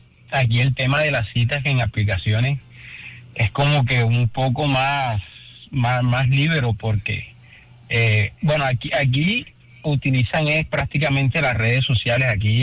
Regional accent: Barranquilla, Atlántico, Colombia; Es como una vez allá en cuando estaba en Barranquilla, yo soy de Barranquilla

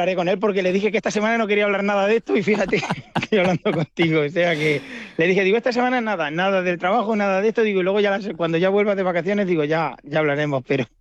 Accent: Puente del Arzobispo, Castilla-La Mancha, Spain; Y ahí sí que entra todo mi pueblo. Yo soy nacido y criado en Puente del Arzobispo, no me quería mover de ahí.

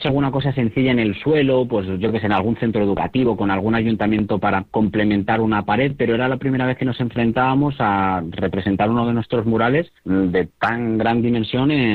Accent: Madrid, Community of Madrid, Spain; justo da la casualidad que es en un barrio donde me crié, en Hortaleza

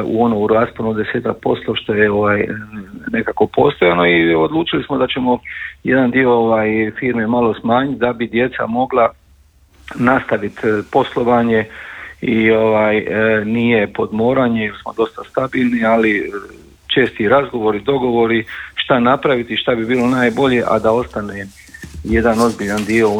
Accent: Makarska, Split-Dalmatia County, Croatia; kod nas u Makarskoj

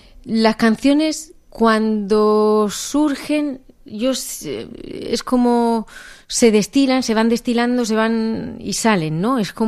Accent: Orihuela, Valencian Community, Spain; nacida en el Rincón de Bonanza. Bueno, en el hospital, claro, que claro, había de Orihuela, pero mi familia es del Rincón de Bonanza, tanto la de mi padre como la de mi madre, uh-huh, y allí me he criado y he vivido y vivo.

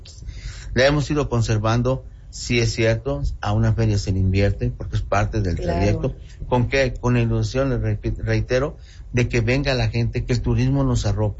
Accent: Banderilla, Veracruz, Mexico; yo represento un pueblo al que amo y quiero, sí, donde yo nací, crecí, y estoy

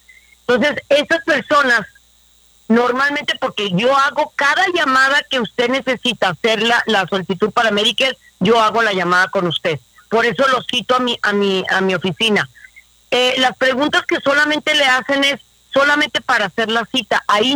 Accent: Mexico; como somos buenos mexicanos

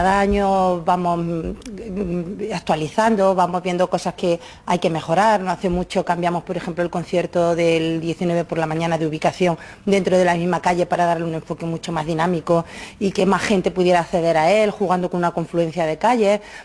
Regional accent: Bailén, Andalusia, Spain; born there; que es tradición aquí en Bailén. Entonces, desde que yo tengo uso de razón, ya me llevaban mis padres a ver Peneque

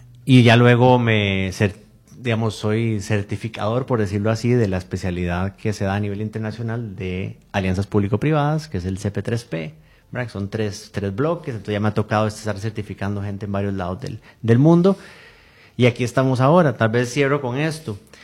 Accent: Costa Rica; yo crecí en la Costa Rica sin presas, ¿verdad? Uno que creció en un mundo diferente.

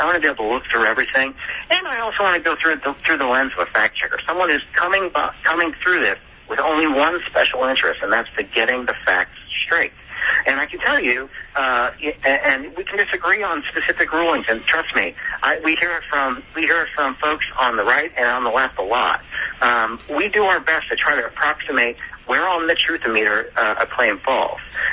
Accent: Pennsylvania, United States; I grew up in Pennsylvania, and I'm a Phillies fan.

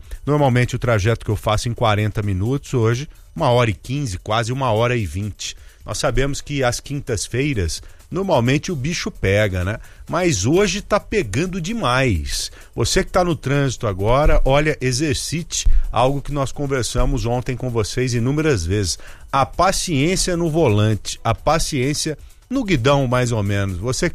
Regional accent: Brazil; porque somos brasileiros

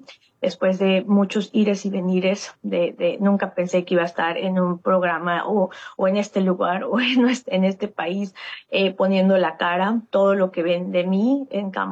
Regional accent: Huauchinango, Puebla, Mexico; yo soy originaria de la Sierra Norte de Puebla, de Huauchinango, Puebla. Ahí nací, ahí crecí, ahí vive mi familia.

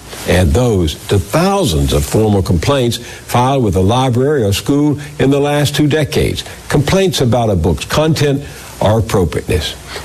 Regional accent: Texas, United States; When I was growing up in East Texas, we didn't have any money for books.

